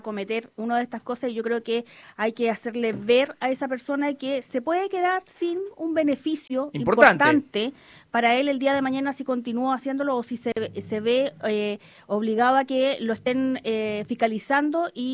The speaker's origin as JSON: {"language": "Spanish", "country": "Chile", "said": "los chilenos somos de reacción"}